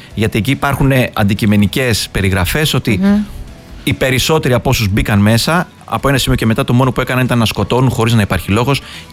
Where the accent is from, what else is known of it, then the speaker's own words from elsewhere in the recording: Peloponnese, Greece; Από την Αρκαδία είμαι βεβαίως.